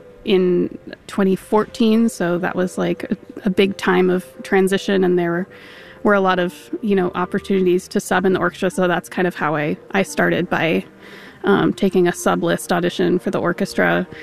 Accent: Minnesota, United States; as every Minnesotan must

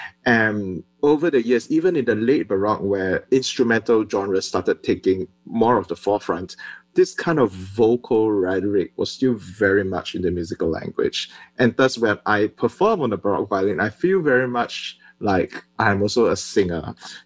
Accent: Singapore; moved away; when I was growing up in Singapore.

